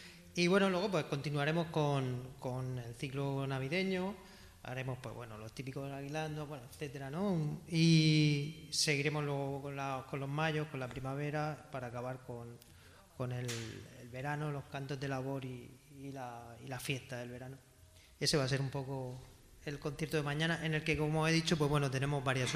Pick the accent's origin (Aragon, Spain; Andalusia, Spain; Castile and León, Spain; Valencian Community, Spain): Valencian Community, Spain; San Miguel de Salinas; en Alicante, en San Miguel de Salinas, que es mi pueblo